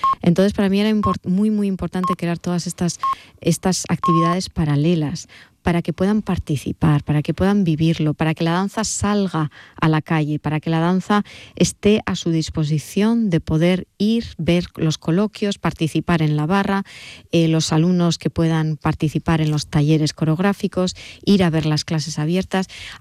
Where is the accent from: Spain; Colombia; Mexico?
Spain; Basque Country; yo soy muy vasca. Yo en el País Vasco somos muy introvertidos